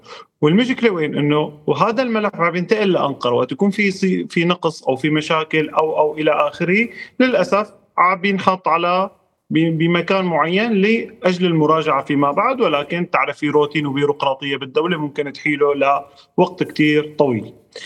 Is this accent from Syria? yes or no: yes; Syria; now in Turkey; نحن كسوريين